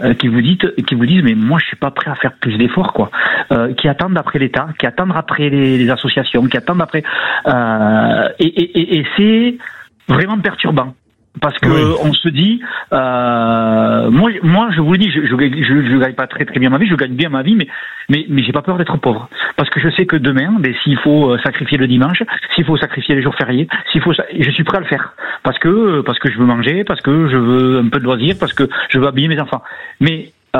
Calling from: Bayonne, Nouvelle-Aquitaine, France; moi je suis à Bayonne.

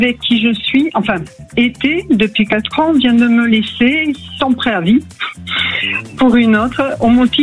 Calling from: Nouvelle-Aquitaine, France

